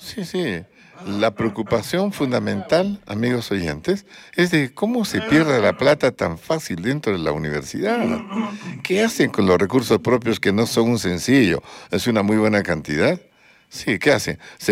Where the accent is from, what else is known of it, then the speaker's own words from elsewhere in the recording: Arequipa, Peru; como ciudadanos peruanos y arequipeños